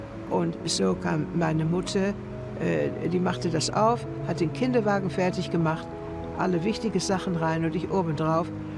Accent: Netherlands; born there; German is a second language; Ich bin geboren in Holland. Ich bin ein Holocaust-Überlebende.

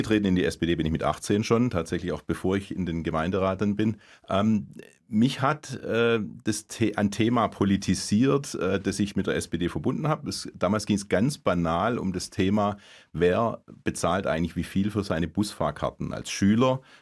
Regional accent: Albstadt, Baden-Württemberg, Germany; Ich war in meinem Heimatort ganz fest verwurzelt. Ich bin auch während dem Studium nicht weggezogen. Ich bin in Abstadt wohnen geblieben und nach Stuttgart und Esslingen gependelt.

